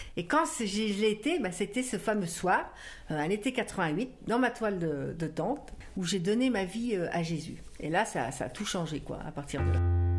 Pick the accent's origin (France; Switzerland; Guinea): France; Châtellerault, Nouvelle-Aquitaine; born there; now in Brittany, France; je suis née à Châtellerault dans la Vienne. Je suis mariée, j'ai deux belles filles et j'habite en Bretagne.